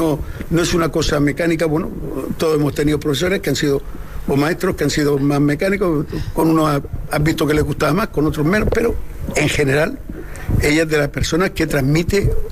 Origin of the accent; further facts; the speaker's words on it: Calasparra, Region of Murcia, Spain; born there; also born or lived in Barcelona; yo nací en Barcelona, pero estudié en Calasparra. Me vine a vivir a Calasparra, en Murcia.